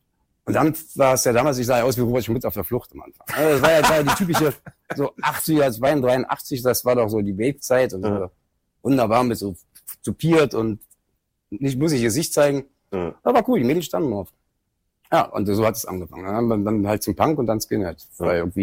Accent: Berlin, Germany; Geboren in Schöneberg, groß geworden in Kreuzberg.

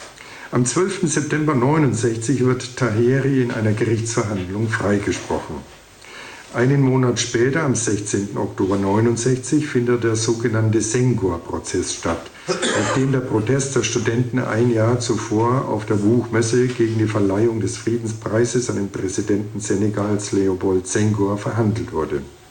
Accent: Alfeld, Lower Saxony, Germany; als ich in meiner Heimatstadt Ahlfeld im Jahre 1961 die Junge Union gründete.

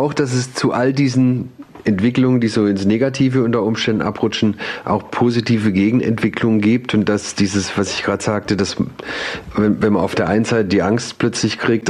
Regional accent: Pforzheim, Baden-Württemberg, Germany; ob ich mir nicht mal Gedanken machen wollte, einen Song über meine Heimatstadt zu machen. Würde doch naheliegen, so als Pforzheimer.

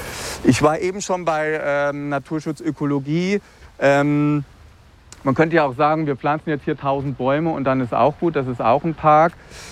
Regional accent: Northern Germany, Germany

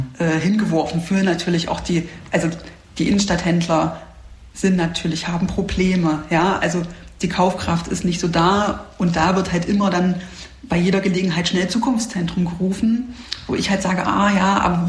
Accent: Halle, Saxony-Anhalt, Germany; Es ist einfach jetzt auch kein so schöner Ort als Hallenser.

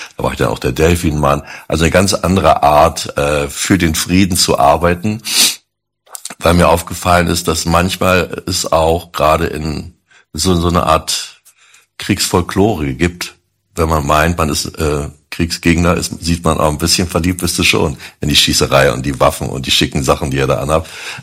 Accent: East Germany, Germany; ich komme aus dem Osten

